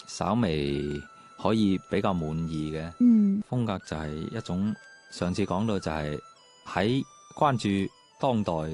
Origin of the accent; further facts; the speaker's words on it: Guangdong, China; 所以不断创新就系我哋广东人嘅一种岭南或者叫岭南文化嘅一种最核心的价值。